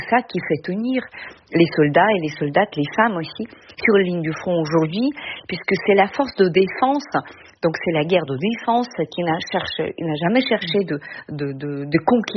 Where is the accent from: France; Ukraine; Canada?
Ukraine; le peuple ukrainien